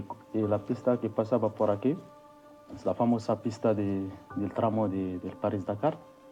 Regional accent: Drâa-Tafilalet, Morocco; antes éramos nómadas por aquí, por la zona.

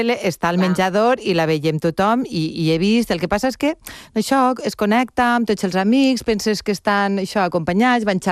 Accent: Valencian Community, Spain; Increïble, perquè jo vinc de la Serra de Mariola

